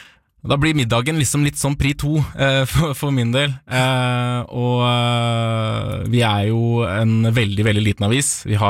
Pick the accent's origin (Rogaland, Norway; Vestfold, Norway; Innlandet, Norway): Vestfold, Norway; Svelvik; de jeg er jo selv fra Svelvik. Alle i Svelvik har vært i Svelviksposten en eller annen gang